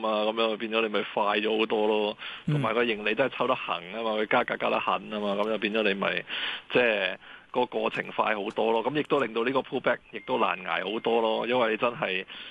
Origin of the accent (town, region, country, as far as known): Hong Kong